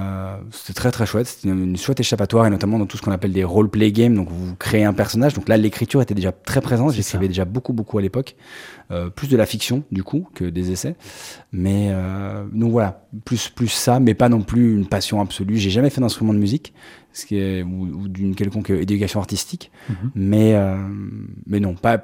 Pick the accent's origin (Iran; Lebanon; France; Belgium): Belgium; Brussels, Brussels-Capital Region; j'ai grandi en Belgique. Alors, je suis franco-belge, mais j'ai toujours vécu ici. J'ai fait mes études à Bruxelles et en banlieue bruxelloise, à Rode-Saint-Genèse.